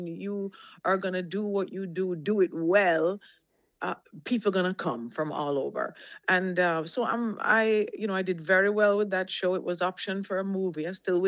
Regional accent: Jamaica; accent: Jamaican; moved away as an adult; also born or lived in United States; you're not going to get a job with your Jamaican accent.

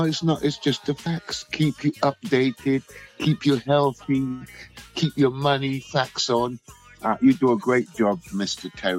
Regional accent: England, United Kingdom; born there; I'm English. I've grown up English. I never grew up with hip-hop. I grew up with reggae, lovers rock, soca, you know.

